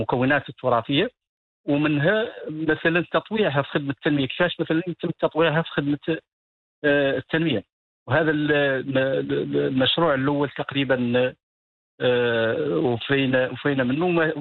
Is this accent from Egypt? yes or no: no; Moroccan Sahara, Morocco; عندنا في الصحراء